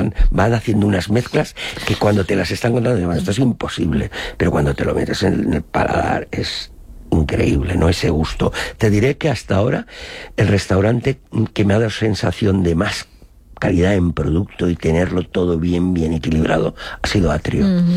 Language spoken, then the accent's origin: Spanish; Monóvar, Valencian Community, Spain; soy de Monóvar